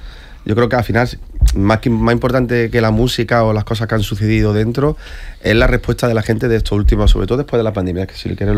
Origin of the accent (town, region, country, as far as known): Córdoba, Andalusia, Spain; born or raised there